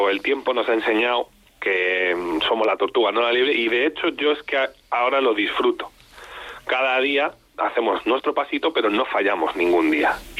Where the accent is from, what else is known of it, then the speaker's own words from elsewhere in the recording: Tordesillas, Castile and León, Spain; yo soy de Tordesillas. Mis padres todavía viven allí, aunque ellos son de Zamora, pero ahí es donde viven.